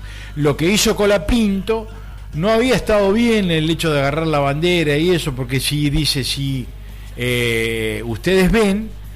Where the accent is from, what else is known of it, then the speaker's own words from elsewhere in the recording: Argentina; cómo somos los argentinos